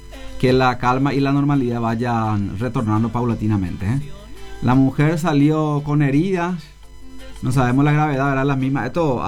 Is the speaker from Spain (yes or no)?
no; Concepción, Paraguay; moved away; los que somos de Concepción